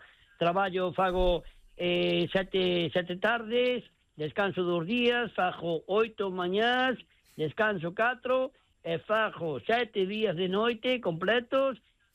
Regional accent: Santiago de Compostela, Galicia, Spain; Bueno, me crié ali, nací ali, me crié ali, é toda a historia, pero eu vivía nunha casa

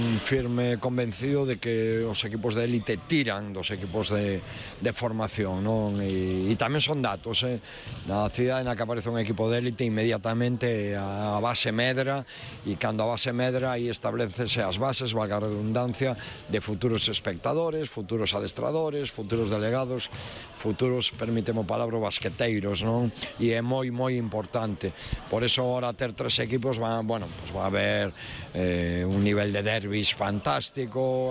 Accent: Galicia, Spain; Como galego, como adestrador de baloncesto, pues moi ledo.

